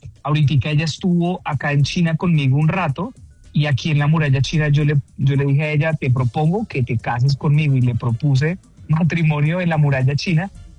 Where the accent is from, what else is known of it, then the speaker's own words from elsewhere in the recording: Colombia; moved away; Yo quiero mucho a mi país y poderles dar esa emoción a las personas y contarles como si desde Colombia vine acá